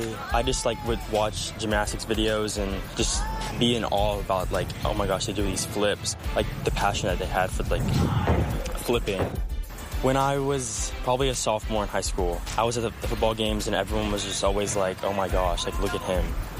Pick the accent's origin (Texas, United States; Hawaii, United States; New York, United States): Texas, United States; Groves; I'm from Groves, Texas.